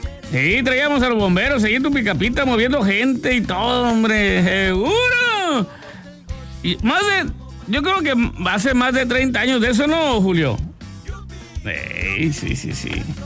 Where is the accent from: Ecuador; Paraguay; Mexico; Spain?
Mexico; Guaymas, Sonora; Así somos la gente de Guayma, wey. No se nos nota la edad, y la buena vida que nos damos, seguro.